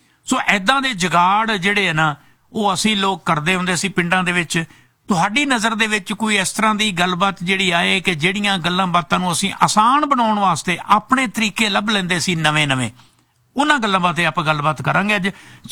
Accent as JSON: {"language": "Punjabi", "town": "Amritsar", "region": "Punjab", "country": "India", "said": "ਇੱਕ ਮੈਂ ਅੰਮ੍ਰਿਤਸਰ ਦਾ ਰਹਿਣ ਵਾਲਾ"}